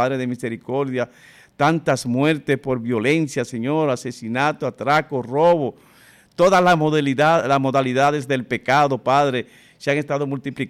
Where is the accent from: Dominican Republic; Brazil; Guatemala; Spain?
Dominican Republic